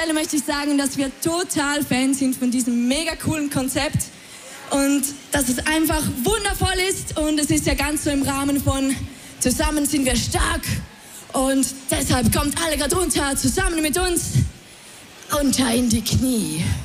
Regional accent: Switzerland; wir kommen aus der Schweiz.

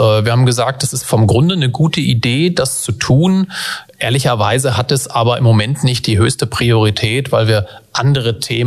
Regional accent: Wolfsburg, Lower Saxony, Germany; als Wolfsburger, als gebürtiger Wolfsburger

